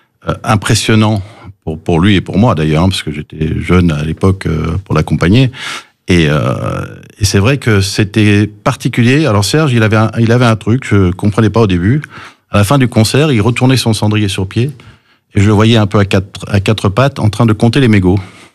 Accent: Nancy, Grand Est, France; born or raised there; French is a second language; also born or lived in California, United States / Lunéville

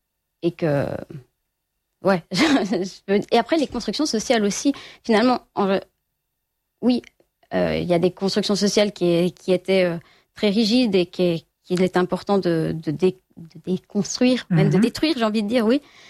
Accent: Switzerland; je suis de Suisse

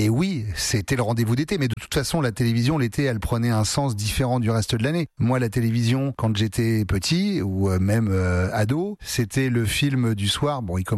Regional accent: Nouvelle-Aquitaine, France; Mais moi, je suis de ceux qui ont connu le Fort Boyard sans émission de télé dedans, puisque je suis de Charente-Maritime.

